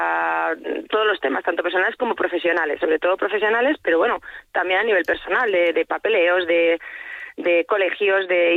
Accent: Castile and León, Spain; somos castellanos, no somos orgullosos, pero tenemos que serlo.

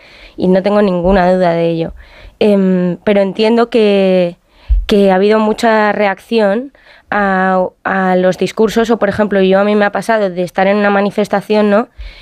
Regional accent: Madrid, Community of Madrid, Spain; adolescencia en la que yo también, que soy de Madrid, y el feminismo, pues en 2019-2018 era una locura

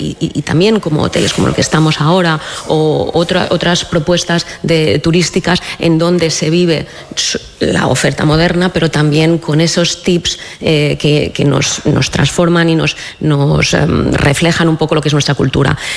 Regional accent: Ibiza, Balearic Islands, Spain; Obviamente soy subjetiva, soy ibicenca y soy alcaldesa, claro.

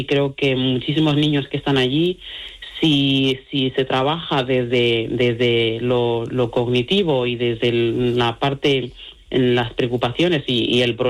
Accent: Mali; Spanish is a second language; ahora no me acuerdo prácticamente de mi dialecto, hablo mejor el castellano y el gallego que mi propio dialecto, y la suerte que tengo es que tengo una pareja maravillosa que también es de Mali

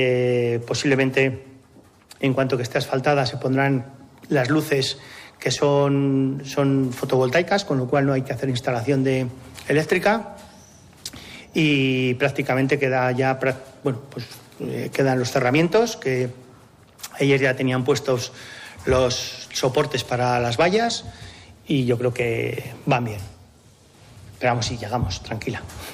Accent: Segovia, Castile and León, Spain; todos los segovianos tenemos derecho a acceder al casco histórico.

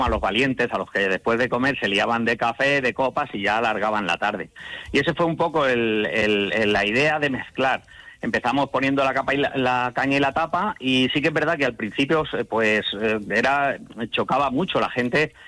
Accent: Granada, Andalusia, Spain; Somos de Granada, intentar sacar a la gente a mediodía.

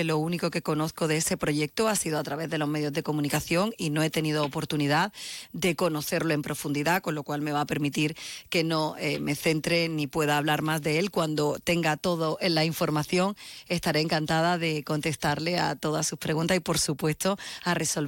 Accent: Granada, Andalusia, Spain; por mi tierra, por Granada y por Andalucía

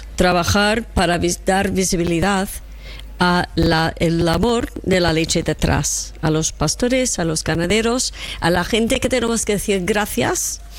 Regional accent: Italy; Spanish is a second language; he empezado con que soy italiano y tengo queso portugués

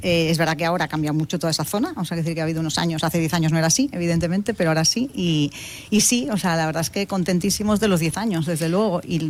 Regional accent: Vilagarcía de Arousa, Galicia, Spain; Pues mira, yo soy gallega, de Villa García de Arosa.

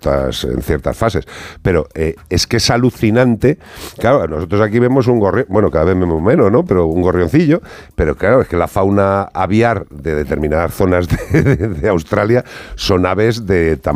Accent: Spain; A ver, yo amo lo que tengo en mi país y me encanta, pero lo que te quiero decir es que aves de proximidad. En España tenemos aves de proximidad pequeñitas.

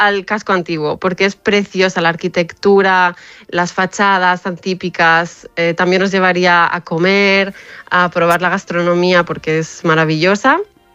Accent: Alicante, Valencian Community, Spain; La costa, por ejemplo, aquí, bueno, de donde yo soy, en Alicante, está todo muy construido

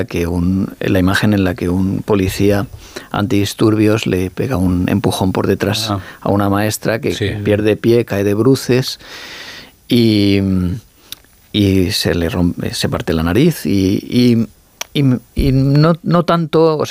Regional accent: Alicante, Valencian Community, Spain; Y soy alicantino, o sea, valenciano.

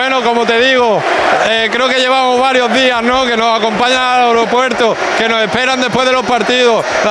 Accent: Málaga, Andalusia, Spain; la gente que somos de Málaga.

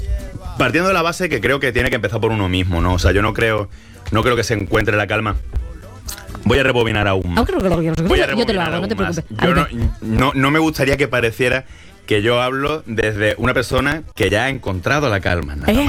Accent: Málaga, Andalusia, Spain; soy de Málaga, ¿no?

